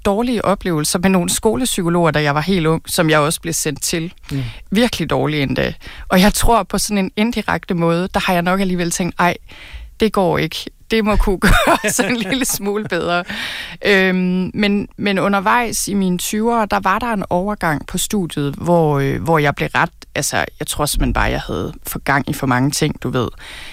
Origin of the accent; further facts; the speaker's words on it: Thy, North Denmark Region, Denmark; jeg voksede op i Thy